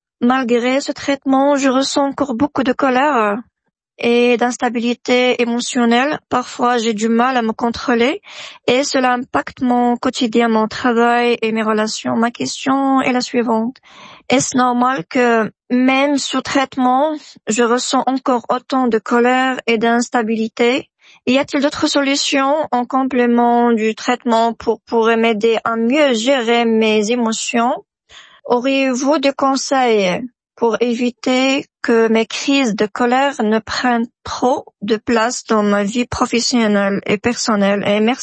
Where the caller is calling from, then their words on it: Agadir, Souss-Massa, Morocco; j'ai 34 ans, je vis à Agadir